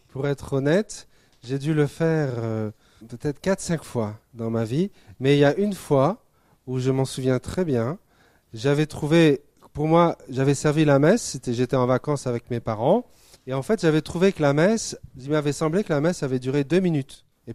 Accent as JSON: {"language": "French", "region": "Provence-Alpes-Côte d'Azur", "country": "France", "tie": "born or raised there", "moved": "yes", "lives_now": "Allier, France", "said": "J'ai grandi dans une très belle région qui s'appelle la Provence, dans le sud de la France."}